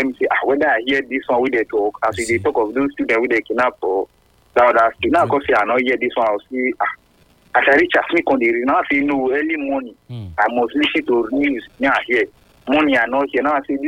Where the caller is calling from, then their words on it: Agboro, Nigeria; from Agboro.